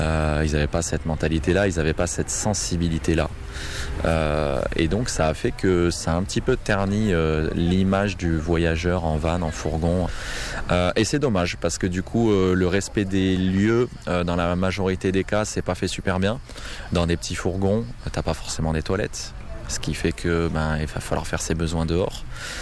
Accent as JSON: {"language": "French", "region": "Provence-Alpes-Côte d'Azur", "country": "France", "said": "je viens de la Côte d'Azur"}